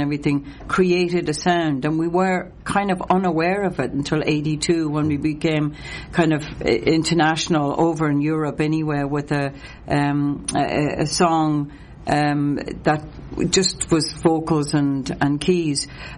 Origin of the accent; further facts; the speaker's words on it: Ulster, Ireland; first language Irish; English is a second language; And it comes also from where we come from, Donegal, and it also comes from the fact that we're native Irish speakers. My first language is Gaelic.